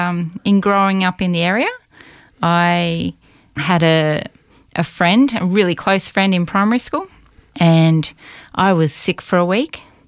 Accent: Chirnside Park, Victoria, Australia; So I grew up in Chirnside Park. Went to the Chirnside Park Primary School, and I was even born in the Lilydale Hospital back when it was.

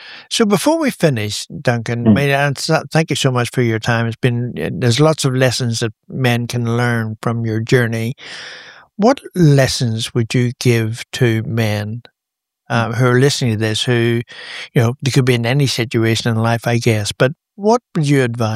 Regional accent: Australia

